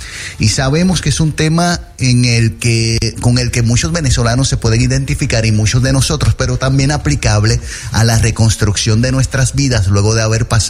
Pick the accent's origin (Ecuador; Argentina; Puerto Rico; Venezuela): Puerto Rico; lo que vivimos como boricuas